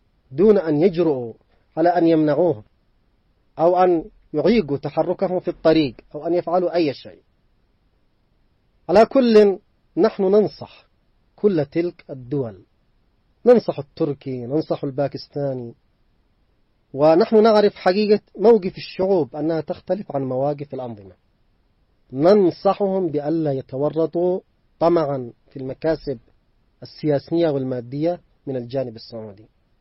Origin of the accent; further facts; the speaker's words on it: Yemen; بالنسبة لنا نحن كشعب يمني